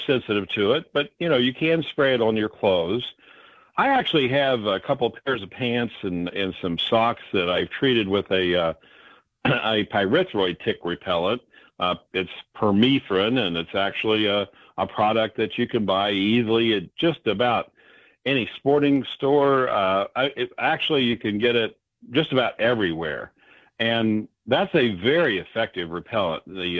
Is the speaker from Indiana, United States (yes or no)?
no; West Virginia, United States; It was just, I grew up in West Virginia.